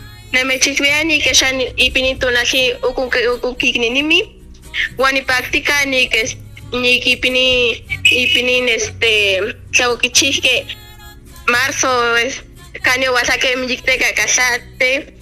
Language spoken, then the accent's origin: Spanish; Xilocuautla, Mexico; tengo 20 años y soy originaria de Xilocuautla.